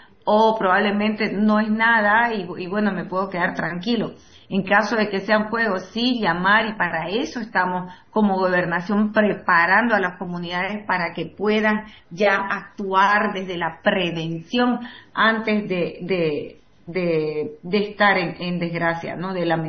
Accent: Bolivia; Y tenemos que cuidarla como bolivianos.

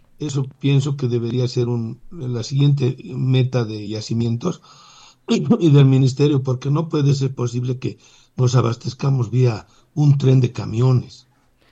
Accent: La Paz, Bolivia

